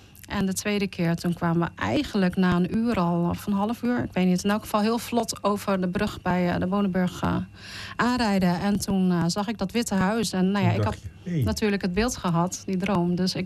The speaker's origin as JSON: {"language": "Dutch", "country": "Indonesia", "moved": "yes", "lives_now": "Netherlands"}